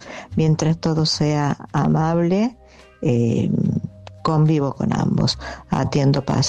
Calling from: Córdoba, Argentina

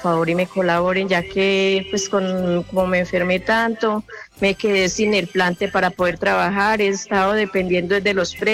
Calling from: Antioquia, Colombia; En el barrio Machado.

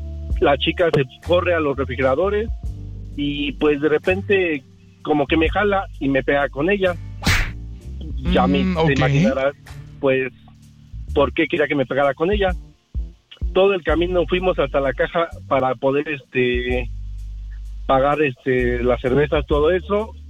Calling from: Mexico City, Mexico; sí soy de estos rumbos

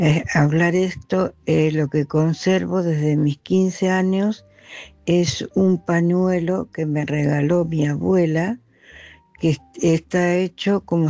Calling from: San Nicolás de los Arroyos, Buenos Aires Province, Argentina; le mando muchos saludos desde San Nicolás

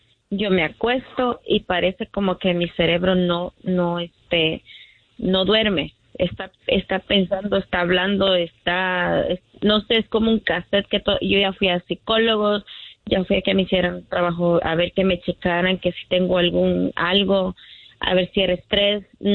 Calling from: Perris, California, United States; De Perris, California.

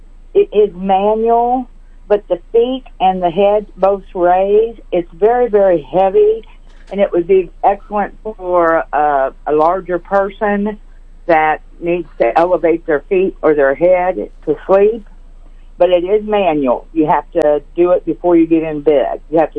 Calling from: Concordia, Missouri, United States; Concordia.

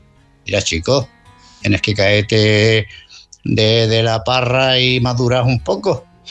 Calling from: Málaga, Andalusia, Spain; de Málaga.

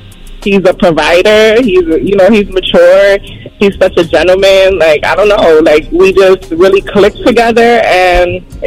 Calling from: New York City, New York, United States; I'm calling from the Bronx.

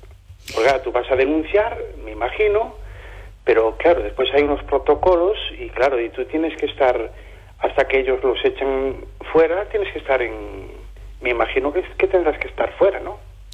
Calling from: Amoeiro, Galicia, Spain; de Amoeiro

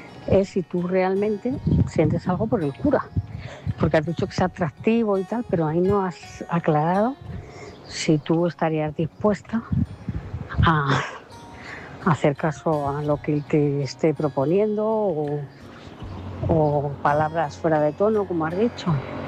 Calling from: Móstoles, Community of Madrid, Spain; de Móstoles.

